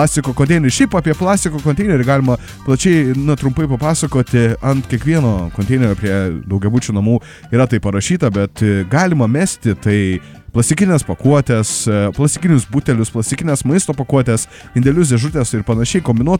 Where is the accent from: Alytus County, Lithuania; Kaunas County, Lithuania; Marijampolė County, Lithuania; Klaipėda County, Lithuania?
Kaunas County, Lithuania; Kaunas; nesam čia mes kauniečiai išskirtiniai